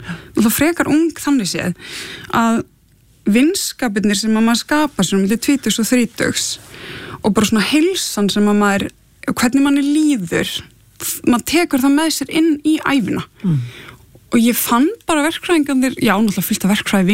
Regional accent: Gothenburg, Västra Götaland County, Sweden; born or raised there

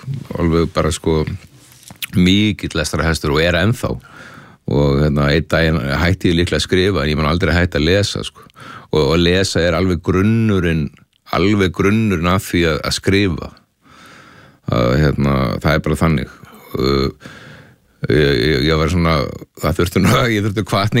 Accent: Ólafsvík, Western Region, Iceland; Já, ég bjó í Ólafsvík, ólst upp í Ólafsvík

